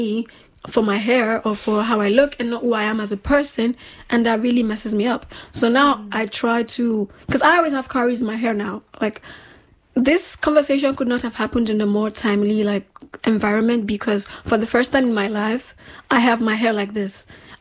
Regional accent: Nigeria; moved away; I think I really, because I grew up in Nigeria. I wasn't black until I moved out of Nigeria.

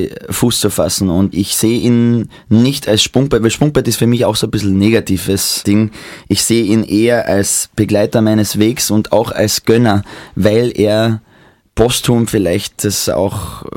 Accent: Maria Saal, Carinthia, Austria; Das war nur zuerst ganz bei mir am Land, wo ich herkomme, in Mariasaal, also am Fuße von Magdalensberg, und dann in Klagenfurt und im Dezember.

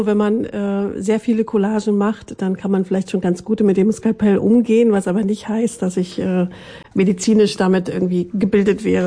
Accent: Guben, Brandenburg, Germany; born there; also born or lived in Leipzig; now in Frankfurt (Oder), Germany; Ja, in meiner Heimatstadt, also in meiner Geburtsstadt. Heimatstadt ist, glaube ich, jetzt mittlerweile Frankfurt-Oder. Das war Guben.

